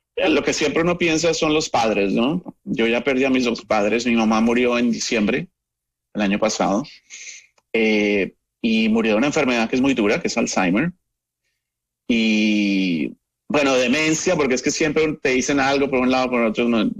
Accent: Colombia; moved away; Recuerdo que cuando salí de Colombia hace muchos años

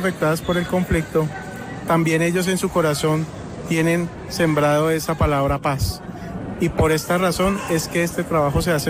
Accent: Colombia

